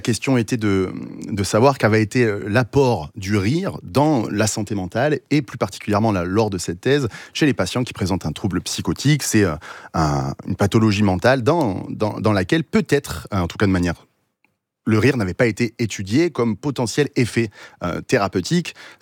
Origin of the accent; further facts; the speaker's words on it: Angoisse, Nouvelle-Aquitaine, France; Ouais, j'ai grandi à Angoisse.